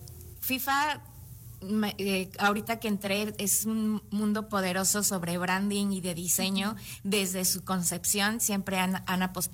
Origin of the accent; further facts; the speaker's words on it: Toluca, State of Mexico, Mexico; moved away as an adult; now in Caribbean; yo soy mexicana, nací en Toluca, Estado de México, y estuve estudiando ahí hasta la universidad.